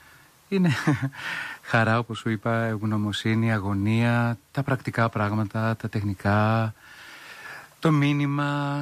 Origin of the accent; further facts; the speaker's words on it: Switzerland; also born or lived in Greece; Εγώ είμαι άλλη περίπτωση. Γεννήθηκα, μεγάλωσα στην Ελβετία.